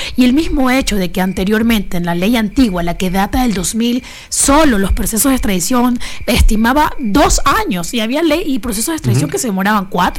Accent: Ecuador; me siento como ecuatoriana sumamente feliz

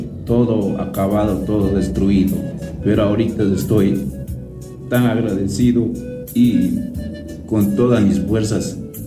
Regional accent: Cuenca, Azuay, Ecuador; De aquí de Cuenca.

